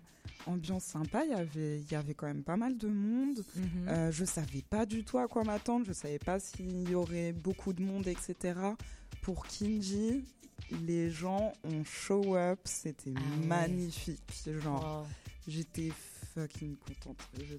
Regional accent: Guadeloupe; moved away; moi, en tant que Guadeloupéenne qui explore un peu le monde

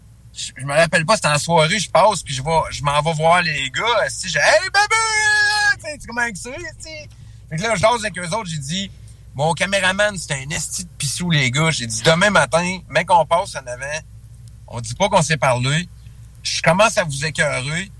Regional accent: Bellechasse, Quebec, Canada; Je viens de Bellechasse puis je viens de la Beauce

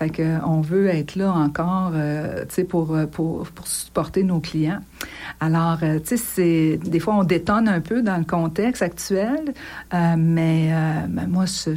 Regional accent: Canada; moi, je viens du Canada

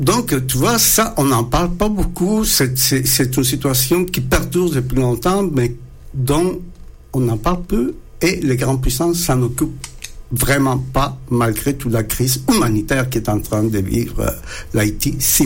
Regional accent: Nicaragua; moved away; celui du Nicaragua, mon pays d'origine.

